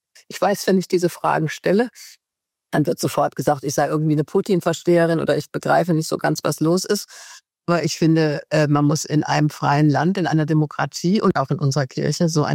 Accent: Germany; Einmal als Deutsche

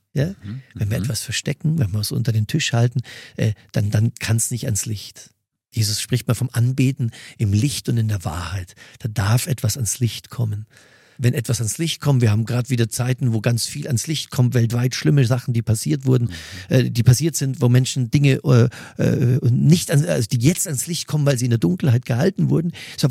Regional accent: Mühldorf am Inn, Bavaria, Germany

